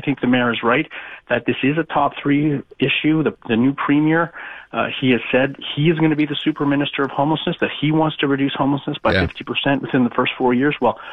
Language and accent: English; Beaconsfield, Quebec, Canada; my parents live in Hudson and I grew up in Beaconsfield